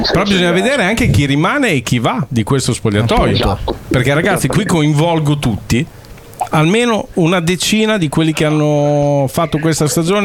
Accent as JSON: {"language": "Italian", "town": "Bologna", "region": "Emilia-Romagna", "country": "Italy", "tie": "born or raised there", "said": "perché sono di Bologna anch'io, perché sono figlio di Bologna anch'io"}